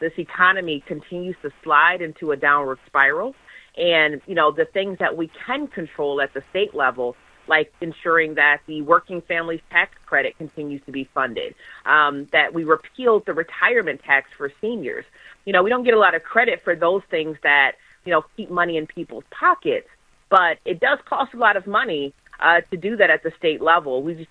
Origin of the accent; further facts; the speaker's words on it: Lansing, Michigan, United States; Detroit, Grand Rapids, Benton Harbor, Battle Creek, Saginaw, Flint, and my hometown in Lansing.